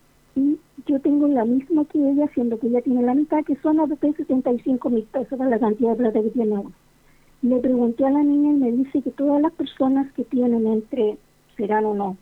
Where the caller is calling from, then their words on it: Quillota, Valparaíso, Chile; Zona rural de Quillota.